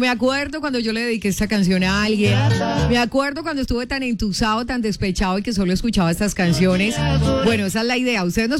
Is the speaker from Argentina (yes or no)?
no; Manzanares, Caldas, Colombia; moved away; me voy para mi pueblito Manzanares. Me siento como en Manzanares, mi pueblito